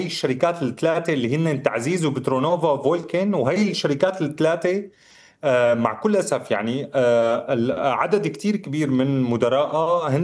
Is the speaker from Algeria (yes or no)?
no; Syria; نحن ما بنعرف يعني كسوريين